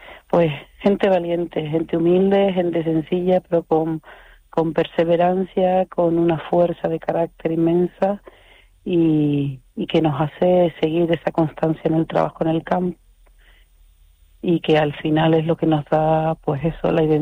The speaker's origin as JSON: {"language": "Spanish", "area": "Fuerteventura", "region": "Canary Islands", "country": "Spain", "said": "mucha gente me dice que cuando llega a Fuerteventura tenemos una luz diferente"}